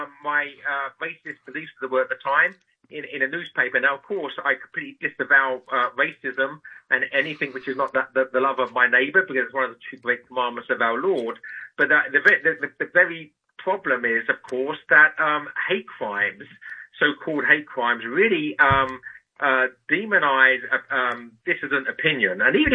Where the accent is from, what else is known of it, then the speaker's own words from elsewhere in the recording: England, United Kingdom; I was sentenced to prison for editing a magazine in England, my native land, if you can tell from my accent.